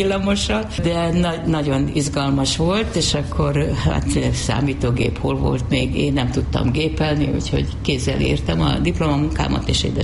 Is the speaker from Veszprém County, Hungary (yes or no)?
yes; Várpalota, Veszprém County, Hungary; egy műtrágyagyár mellett nőttem fel